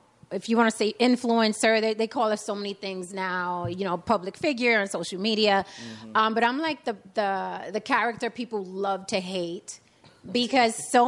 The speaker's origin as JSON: {"language": "English", "town": "New York City", "region": "New York", "country": "United States", "tie": "born or raised there", "moved": "yes", "lives_now": "Las Vegas, United States", "said": "born and raised in the Bronx."}